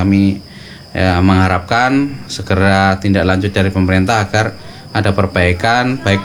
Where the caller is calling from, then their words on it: Cileungsi, West Java, Indonesia; dari Desa Mampir RT 1 RW 18 Gria Cileungsi 5